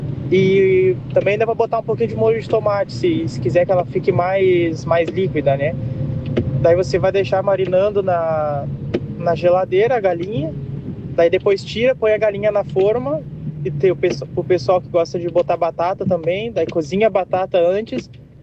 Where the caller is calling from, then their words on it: Canoas, Rio Grande do Sul, Brazil; sou de Canoas.